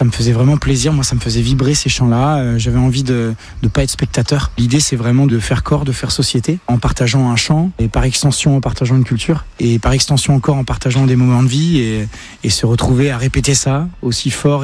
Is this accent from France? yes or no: yes; Rouen, Normandy, France; born there; moved away as an adult; also born or lived in Mexico / Vancouver, Canada / Nice / Paris; now in Pau, France; On va dire que je suis un grand voyageur qui a fini par poser ses valises au paradis. Je suis né en 1988 à Rouen, en Normandie. Je suis parti à l'âge de 19 ans au Mexique pour y faire une partie de mes études.